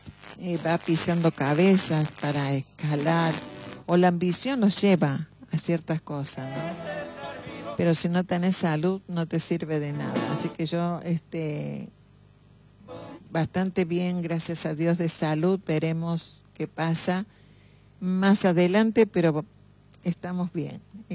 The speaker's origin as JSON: {"language": "Spanish", "country": "Argentina"}